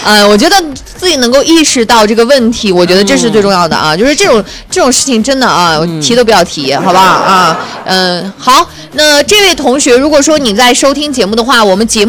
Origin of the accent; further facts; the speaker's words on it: Ili, Xinjiang, China; 因为我在伊犁，我在伊犁嘛